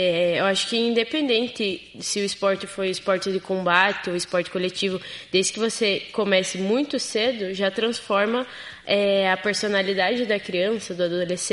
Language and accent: Portuguese; Matinhos, Paraná, Brazil; now in Araucária, Brazil; Eu não sou de Araucária, eu sou lá do litoral, lá de Matinhos. Então, eu sou caiçara, não sou araucariense.